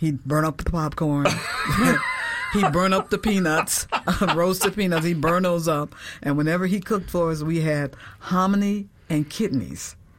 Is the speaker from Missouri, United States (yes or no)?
no; Detroit, Michigan, United States; moved away as an adult; also born or lived in California; I left Detroit. I was born and raised in Detroit.